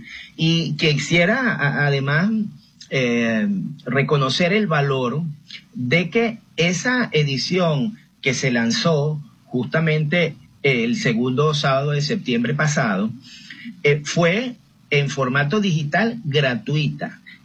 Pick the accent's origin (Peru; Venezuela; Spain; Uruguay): Venezuela; Ellas construyen las raíces que nos permiten a nosotros identificarnos como venezolanos dentro y fuera del mundo, ¿ok?